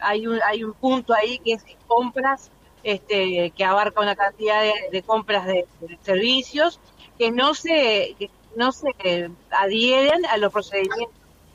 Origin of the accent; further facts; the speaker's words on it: Colonia, Uruguay; nos vamos a Colonia, en nuestro departamento